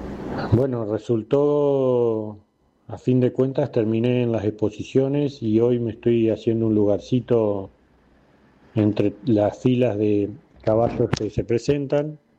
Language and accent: Spanish; Gualeguaychú, Entre Ríos, Argentina; soy de Gualeguaychú, Entre Ríos, Argentina